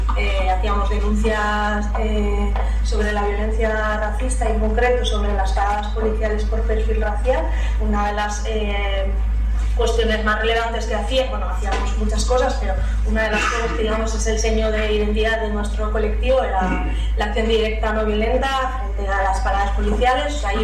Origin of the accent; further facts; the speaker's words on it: Getxo, Basque Country, Spain; moved away as an adult; now in Madrid, Spain; 2009, cuando llegué a Madrid a vivir. Yo soy del barrio de Romo del municipio de Getxo